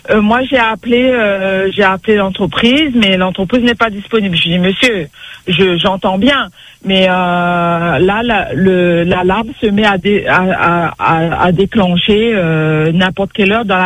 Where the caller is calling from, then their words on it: Réunion; J'habite sur Florimont.